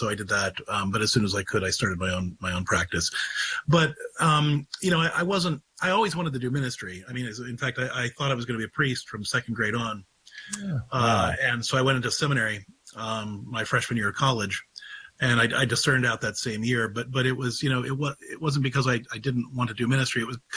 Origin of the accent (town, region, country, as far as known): Clareton, Pennsylvania, United States; born or raised there